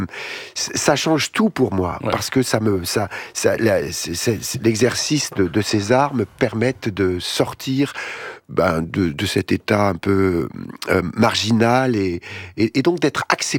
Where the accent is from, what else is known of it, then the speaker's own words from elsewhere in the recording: Toulon, Provence-Alpes-Côte d'Azur, France; c'est ce que j'ai connu, moi, quand j'étais jeune à Toulon.